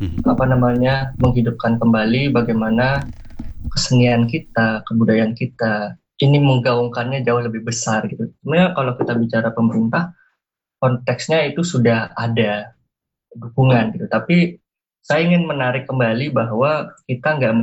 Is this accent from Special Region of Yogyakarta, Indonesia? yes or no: no; Bali, Indonesia; Misalkan saya orang Bali